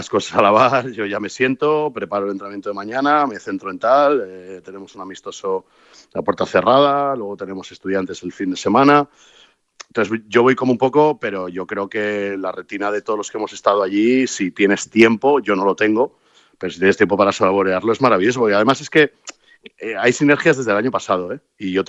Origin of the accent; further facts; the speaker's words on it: Spain; Obviamente, como español que era, que soy